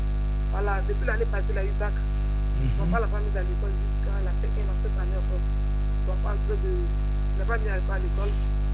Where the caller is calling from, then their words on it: Abidjan, Côte d’Ivoire; Je vous appelle de la Riviera